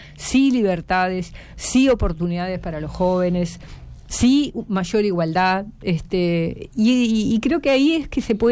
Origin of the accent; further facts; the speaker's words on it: Tacuarembó, Uruguay; born there; also born or lived in Paso de los Toros; yo estudié, viví, nací en Tacuarembó, después mis padres me llevaron a vivir a Paso de los Toros, pero volví a Tacuarembó a hacer preparatorio porque Paso de los Toros en ese momento no tenía.